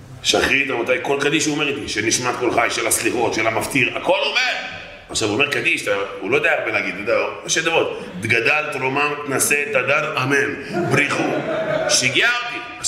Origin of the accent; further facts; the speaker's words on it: Bnei Brak, Tel Aviv District, Israel; ואני בתור בני ברקי, סקרן. אתם יודעים, בני ברקי, רוצים לדעת הכל.